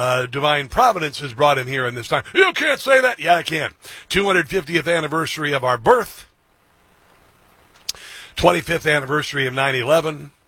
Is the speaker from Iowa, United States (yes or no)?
yes; Iowa, United States; running for governor in the state of Iowa. My home state, by the way, my home state.